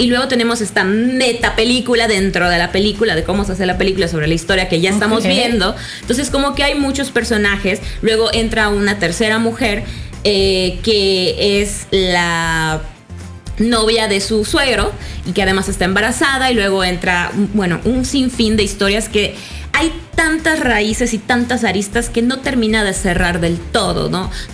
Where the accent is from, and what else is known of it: Yucatán, Mexico